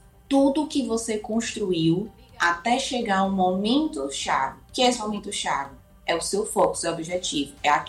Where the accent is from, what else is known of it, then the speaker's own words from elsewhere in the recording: Fortaleza, Ceará, Brazil; moved away as an adult; now in Viçosa do Ceará, Brazil; Isso, sou de Fortaleza, né? Mas eu também tenho família aqui em Viçosa, inclusive minha esposa que é de Viçosa. Por isso que eu acabei indo, né, de Fortaleza para do Ceará.